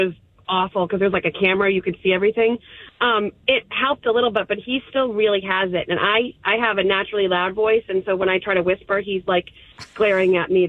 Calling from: Frederick, Maryland, United States; I'm from Frederick.

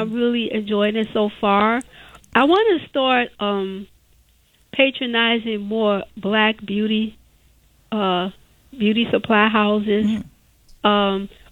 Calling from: Chicago, Illinois, United States; I'm calling from the West Side.

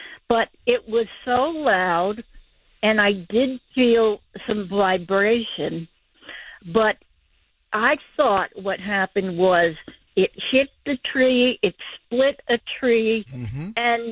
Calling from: Carlisle, Pennsylvania, United States; I am here in Carlisle, Pennsylvania, which is near Harrisburg.

